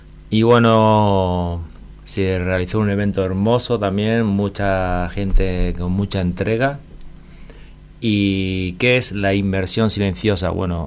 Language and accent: Spanish; Posadas, Misiones, Argentina; born there; moved away as an adult; also born or lived in Barcelona, Spain; soy español, nacido en español, pero en España, Barcelona. Pero de pequeño mis padres hicieron una aventura y yo con 8 años viví 11 años aquí en Posada.